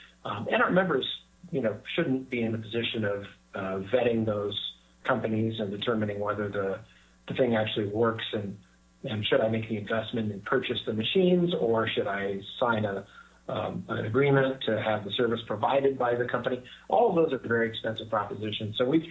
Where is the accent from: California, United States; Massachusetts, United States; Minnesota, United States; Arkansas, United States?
California, United States; Sacramento; I grew up in Sacramento, so I am kind of a child of the company business up there.